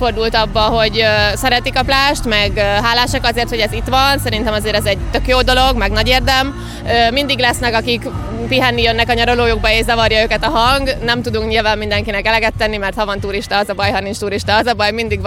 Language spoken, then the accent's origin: Hungarian; Debrecen, Hajdú-Bihar, Hungary; now in Budapest, Hungary; Én debreceni vagyok, de egyébként Budapesten élek